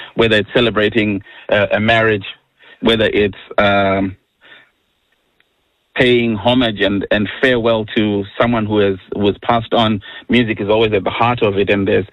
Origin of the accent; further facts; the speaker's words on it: Zimbabwe; So growing up in Zimbabwe, you have quite a big celebration of traditional music. Each tribal group in the country has music that is very peculiar to them.